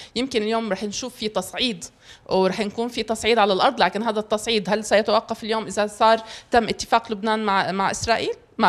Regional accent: Quneitra Governorate, Syria; صحفية، وأنا من أبناء الجولان السوري المحتل.

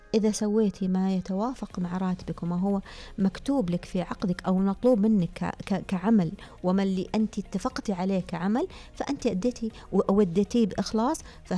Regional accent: Saudi Arabia; أنا مواطنة سعودية أعتز وأفخر بكل قيمة أنا أعيشها أو اكتسبتها من هذا المجتمع،

